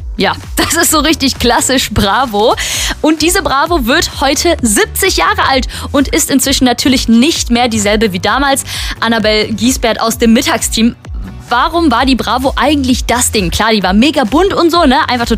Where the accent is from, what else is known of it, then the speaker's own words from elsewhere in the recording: North Rhine-Westphalia, Germany; ich bin ja im Herzen ein kleines Dorfkind. Ich komme aus Altorf